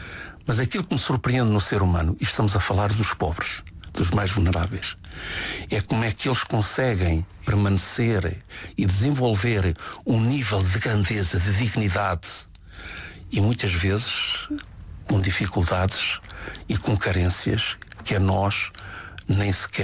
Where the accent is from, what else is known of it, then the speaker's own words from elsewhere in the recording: Centro, Portugal; eu venho de uma zona que fica no centro do país, a minha terra natal é uma aldeia